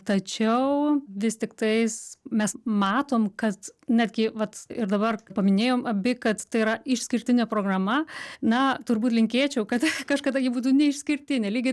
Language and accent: Lithuanian; Tetervinai, Panevėžys County, Lithuania; also born or lived in Pasvalys; Nors aš gimiau taip pačiam Pasvalyje, tie patys pirmieji meteliai buvo miestelėje pačiame, o tada jau pavykus susigražinti mano senelių statytus namus, mes išsikrausim jau į Tetervinus.